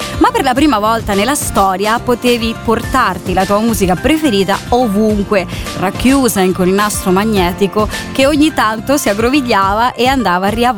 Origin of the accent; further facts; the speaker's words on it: Spain; now in Italy; io sono spagnola